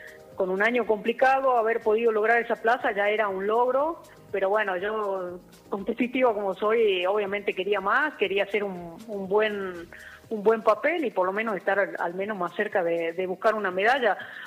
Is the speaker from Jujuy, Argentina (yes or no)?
yes; Jujuy, Argentina; soy jujeña